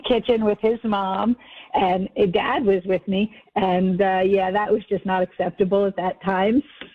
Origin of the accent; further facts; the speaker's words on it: New Jersey, United States; I grew up in New Jersey